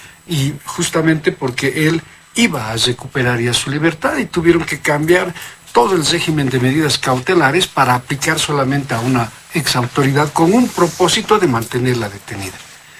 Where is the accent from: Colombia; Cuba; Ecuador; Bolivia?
Bolivia